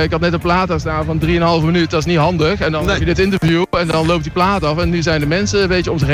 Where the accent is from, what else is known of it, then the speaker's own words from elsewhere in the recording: Ewijk, Gelderland, Netherlands; Ewijk, bij Nijmegen.